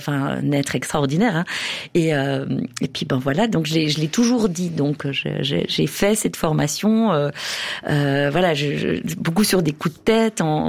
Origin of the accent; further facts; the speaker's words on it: Biel/Bienne, Bern, Switzerland; J'ai grandi à Bienne avec ma famille. Et, on avait des voisins alémaniques.